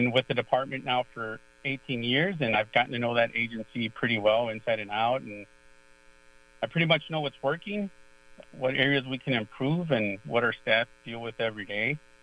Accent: Chicago, Illinois, United States; moved away as an adult; also born or lived in Guatemala City, Guatemala; now in Kenosha County, United States; I am one of your candidates running for sheriff. I was born in Guatemala City and raised in Chicago South Side, specifically Chicago's Gage Park neighborhood.

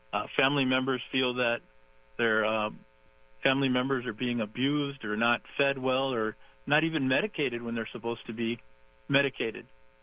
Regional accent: Miami, Florida, United States; also born or lived in Cuba; now in Racine County, United States; I was born in Cuba, came to America as a small child after my mother fled communism in search of freedom and a better future for our family. We settled in Miami's Little Havana, where I grew up

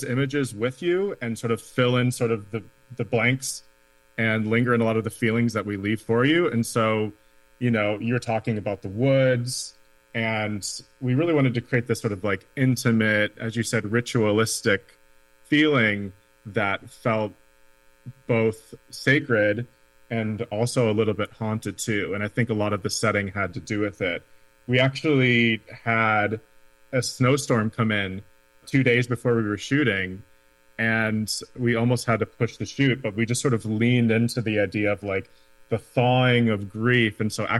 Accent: Twin Cities, Minnesota, United States; I didn't grow up in the reservation. I grew up in the Twin Cities. And so I felt a little bit of that distance there.

